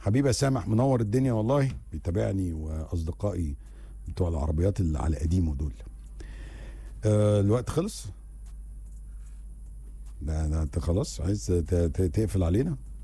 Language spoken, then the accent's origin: Arabic; Egypt; وإحنا كمصريين